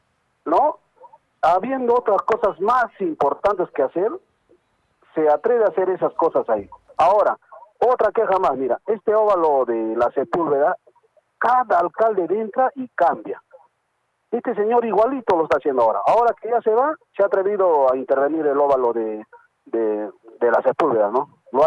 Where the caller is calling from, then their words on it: Arequipa, Peru; estoy llamando de Mariano Melgar